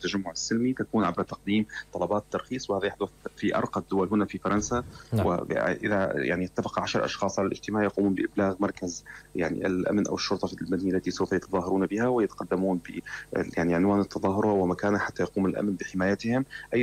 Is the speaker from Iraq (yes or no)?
no; Syria; نحن أبناء سوريا وأبناء الثورة نحتاج لثام